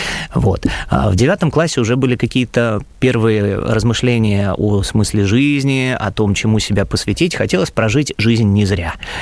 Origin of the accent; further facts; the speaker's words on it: Moscow, Russia; born there; moved away as an adult; also born or lived in Pskov; now in Sevastopol; Родился я в Москве. В 1988 году, мне уже 37 лет